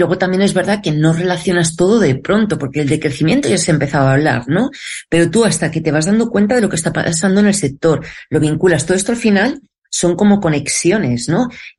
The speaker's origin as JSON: {"language": "Spanish", "town": "Madrid", "region": "Community of Madrid", "country": "Spain", "also_born_or_lived": "France", "moved": "as an adult", "said": "Y luego cuando me volví a vivir, porque yo soy de Madrid, ¿no? Pues me volví aquí a vivir"}